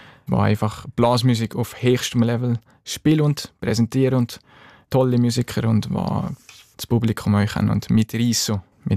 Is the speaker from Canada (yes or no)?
no; Grächen, Valais, Switzerland; Grächen ist und bleibt meine Heimat, wenn man in den Bergen, wo so ein kleiner, schöner Bergdorf aufgewachsen ist. Die Heimat, das verliert man nie.